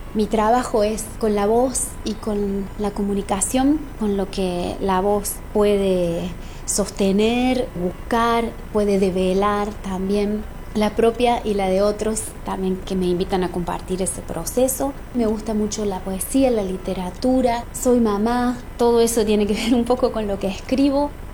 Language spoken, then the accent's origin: Spanish; Córdoba, Argentina; born there; soy cantautora, nací y vivo en Córdoba, Argentina.